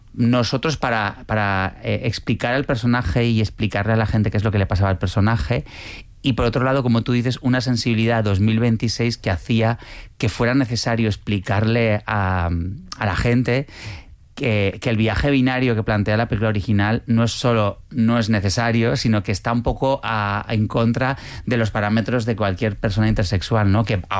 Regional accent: Pamplona, Navarre, Spain; born there; now in Madrid, Spain; porque al final yo nací en Pamplona, viajé a Madrid en el año 98

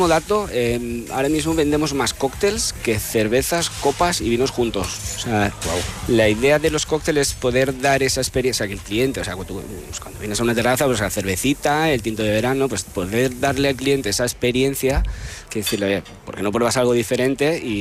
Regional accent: Casar de Cáceres, Extremadura, Spain; Yo soy extremeño. Extremadura por bandera, soy del Casar de Cáceres, guiño guiño, de la torta del Casar.

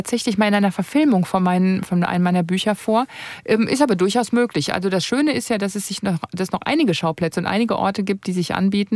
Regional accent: Germany; wird meine Heimat immer Deutschland sein, weil ich eben Deutsche bin, Deutsch spreche, Deutsch denke und eben auch so sozialisiert bin.

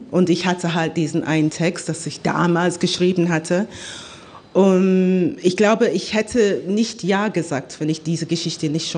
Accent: United Kingdom; German is a second language; moved away; ich als Britin, also eine Person, die in Großbritannien geboren, aufgewachsen, also sozialisiert worden bin

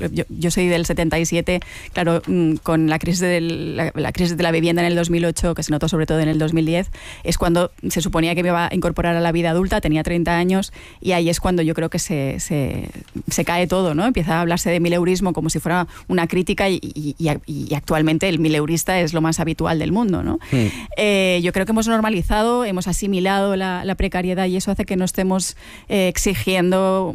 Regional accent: Mallorca, Balearic Islands, Spain; moved away as an adult; now in Barcelona, Spain; Yo llegué a Barcelona con 18 años, soy de Mallorca, vine a estudiar la carrera de periodismo y me quedé aquí. Y entonces nunca he sabido muy bien si soy mallorquina, si soy barcelonesa

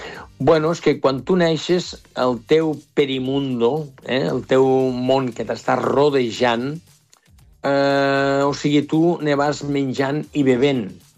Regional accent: Catalonia, Spain; moved away

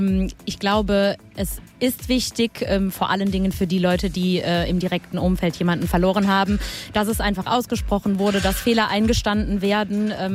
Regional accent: Rhineland-Palatinate, Germany; Ich komme ja hier aus Malchow auch

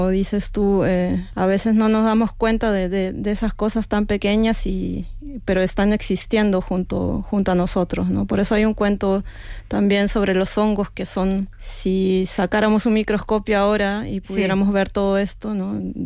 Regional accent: Lima, Peru; now in Norway; vengo de una ciudad, yo soy de Lima, una ciudad donde los animales están abandonados

